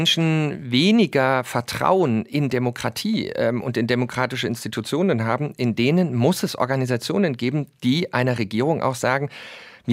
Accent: Lusatia, Germany; Also gerade in meiner Heimat, in der Lausitz, wo die Spree dann in Richtung Berlin fließt, der Spreewald, durch die großen Braunkohletagebaue und die Flutung jetzt, die stillgelegten, dort gibt es einfach Verteilungskonflikte um Wasser.

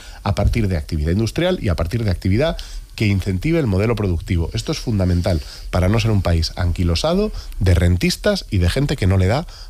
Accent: Madrid, Community of Madrid, Spain; en Madrid, que es lo que conozco porque es mi pueblo

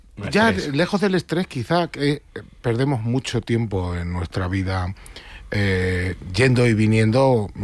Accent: Acebo, Extremadura, Spain; Acebo, en la Sierra de Gata, sí.

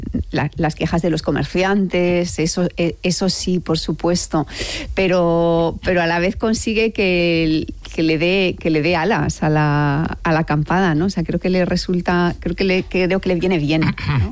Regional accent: Albacete, Castilla-La Mancha, Spain; Es que yo soy de Albacete, entonces una gran defensora

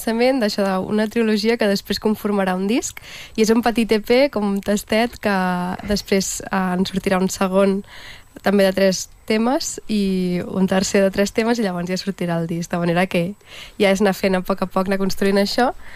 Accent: Vacarisses, Catalonia, Spain; now in Barcelona, Spain; Jo sóc de Vacarisses.

